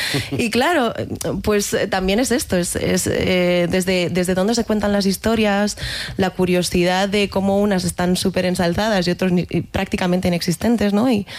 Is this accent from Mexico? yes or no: no; Barcelona, Catalonia, Spain; born there; now in Madrid, Spain; Yo nací en Barcelona, o sea, soy súper catalana, aunque muchos no quieran aceptarlo, pero llevo 14 años en Madrid, entonces tengo un popurrí de acentos que es que ni yo misma me acabo de encontrar.